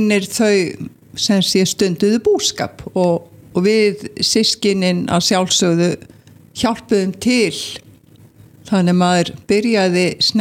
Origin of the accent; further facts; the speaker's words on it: Skagafjörður, Northwestern Region, Iceland; also born or lived in Sauðárkrókur; ég fætt á Sauðakrók og ólst upp í Skagafirðinum sem barn og unglingur og bara með mínu fólki, stórum systkinahóp og afi og amma á næsta bæ.